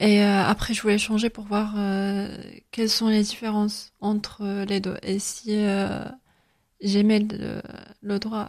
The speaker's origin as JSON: {"language": "French", "town": "Tarragona", "region": "Catalonia", "country": "Spain", "tie": "born or raised there", "second_language": "French", "moved": "yes", "said": "Ah, de Tarragone. Oui, je suis née en Tarragone en 2001. Et après, là-bas, j'ai fait des études dans un village qui s'appelle El Morell."}